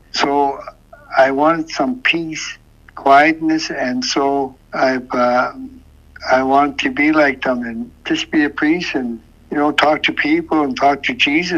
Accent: Tulita, Northwest Territories, Canada; Growing up in Goleta

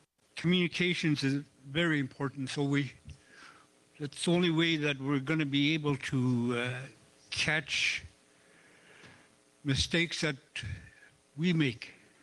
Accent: Fort Good Hope, Northwest Territories, Canada; I'm from Port Good Hope.

